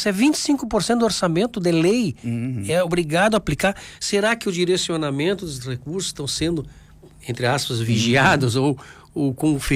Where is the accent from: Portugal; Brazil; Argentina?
Brazil; nós somos brasileiros, somos patriotas, somos daqui do Brasil